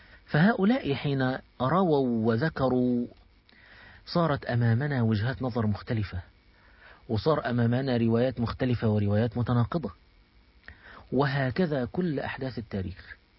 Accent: Egypt; يعني أنا كمصري بالتأكيد لا يمكن

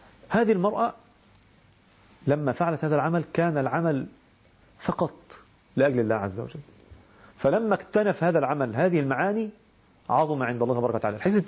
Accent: Egypt; إحنا بنسميه عندنا في مصر النهاردة اسمه يسموه ترند،

